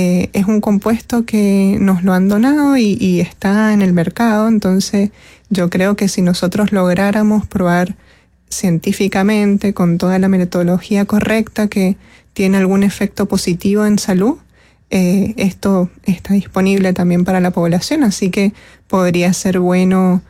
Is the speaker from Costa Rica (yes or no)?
no; Mendoza, Argentina